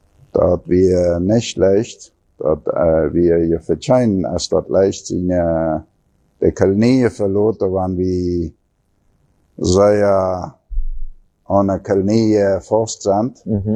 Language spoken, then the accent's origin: German; Fernheim, Boquerón, Paraguay; Ja, ich komme aus dem Chaco, aus Familie, ja. Als ich in Männer geboren, nach 2 Jahren trage ich meine Eltern mal in Fernheim, also in Fernheim abgewachsen.